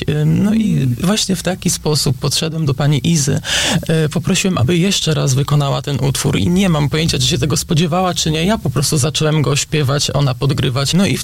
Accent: Toruń, Kuyavian-Pomeranian Voivodeship, Poland; born there; urodziłem się w Toruniu, więc można tak powiedzieć dosłownie od urodzenia, natomiast no, bywam tutaj praktycznie codziennie, więc można tak powiedzieć, że już się określam jako osoba mieszkająca tutaj.

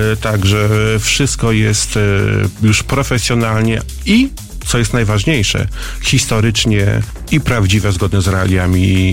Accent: Malbork, Pomeranian Voivodeship, Poland; ja tam wywodzę się z Malborka.

